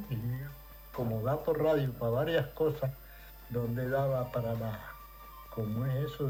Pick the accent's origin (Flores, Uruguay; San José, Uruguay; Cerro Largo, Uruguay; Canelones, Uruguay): Cerro Largo, Uruguay; Melo; Soy aquí de Melo.